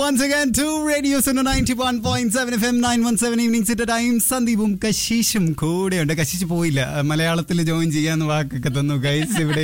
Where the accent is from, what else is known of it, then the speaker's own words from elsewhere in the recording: Thiruvananthapuram, Kerala, India; Proud to be a Trivandrum Trivian.